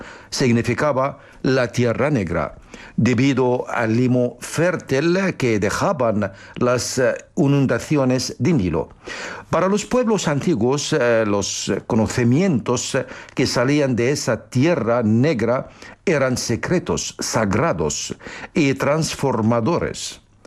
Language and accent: Spanish; Egypt; moved away; Vamos a la tierra de los faraones, a mi tierra natal, a Egipto.